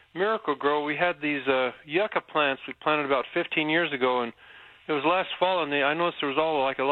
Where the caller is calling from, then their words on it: Gilbert, Arizona, United States; Gilbert, Arizona.